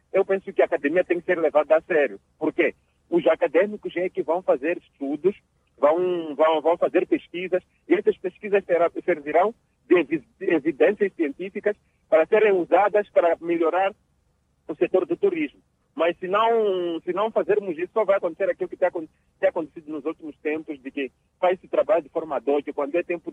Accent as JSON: {"language": "Portuguese", "town": "Jangamo", "region": "Inhambane", "country": "Mozambique", "said": "eu sou de Jangama."}